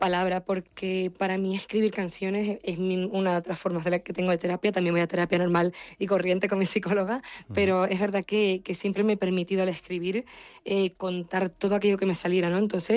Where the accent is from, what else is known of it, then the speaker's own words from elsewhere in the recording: La Palma, Canary Islands, Spain; moved away; Me han dicho muchas veces que soy de allí, de Palma, pero soy de La Palma, en Canarias.